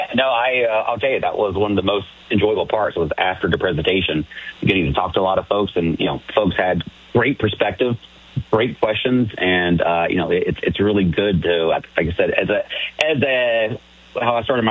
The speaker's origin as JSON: {"language": "English", "region": "the South", "country": "United States", "accent": "Southern", "said": "whoever can understand my Southern accent and fast cadence of talking"}